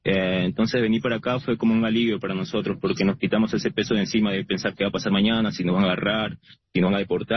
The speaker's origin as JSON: {"language": "Spanish", "town": "Pisco", "region": "Ica", "country": "Peru", "tie": "born there", "also_born_or_lived": "New Jersey", "moved": "yes", "said": "Ahorita estoy en Pisco, estoy acá en Perú, en mi ciudad natal."}